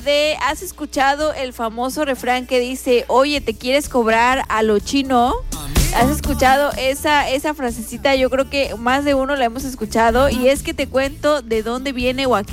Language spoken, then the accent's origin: Spanish; Mexico; si somos mexicanos